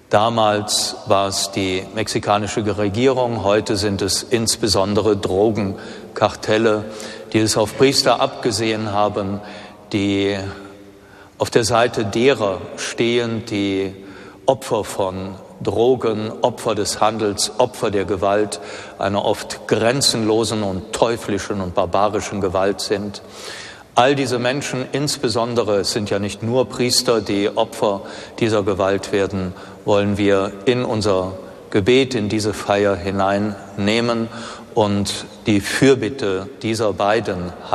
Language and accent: German; Eifel, Germany; Er trat schon recht früh bei den Prämonstratensern im Kloster Steinfeld aus meiner Heimat, der Eifel